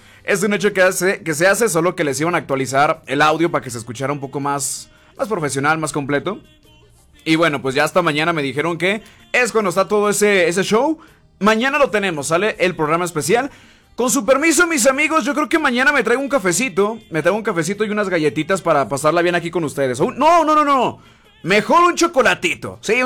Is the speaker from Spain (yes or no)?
no; Mexico; Y eso creo que habla muy bonito de uno como mexicano, ¿no?